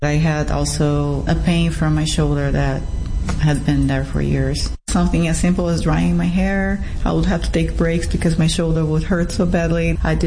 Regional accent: Portland, United States; I'm from Portland.

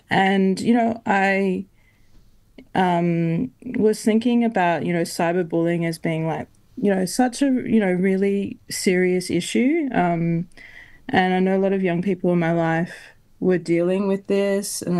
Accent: Queensland, Australia; from the perspective of, you know, being a Queenslander, being a queer person, being a black fella.

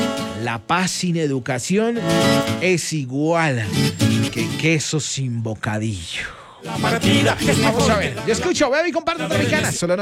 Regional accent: Colombia; soy la representante de Boyacá para el mundo.

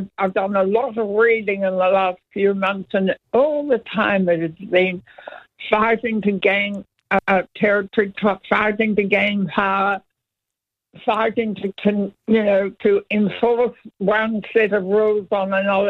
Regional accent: Sydney, New South Wales, Australia; Well, I'm from Sydney, so I'm a long way away

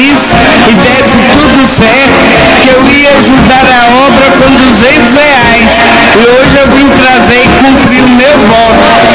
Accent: Esmeralda, Minas Gerais, Brazil; sou do bairro de Caracóis, município de Esmeralda.

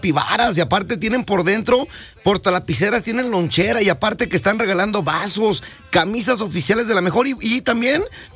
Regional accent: Mexico; Es un orgullo decir que somos de México.

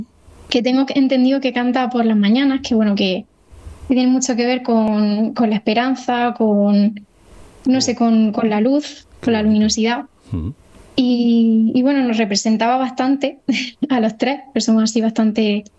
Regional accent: Caravaca de la Cruz, Region of Murcia, Spain; Yo soy de Caravaca de la Cruz, o sea que somos zona más o menos cercana en cuanto a folclore.

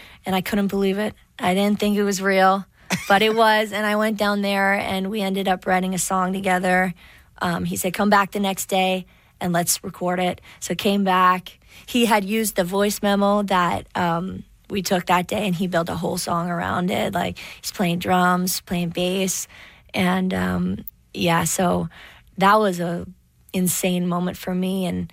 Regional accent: St. Albert, Alberta, Canada; moved away as an adult; Well, I'm from Edmonton, St. Albert, actually. And I moved here 4 years ago to chase my dreams.

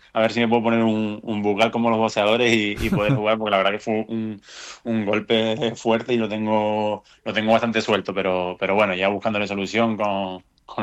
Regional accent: Canary Islands, Spain; moved away as an adult; now in Ceuta, Spain; yo quiero vivir en Canarias toda mi vida y obviamente el equipo de mi tierra

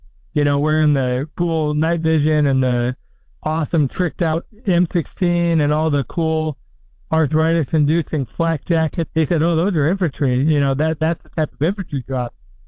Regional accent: Des Moines, Iowa, United States; Born and raised in Des Moines, Iowa.

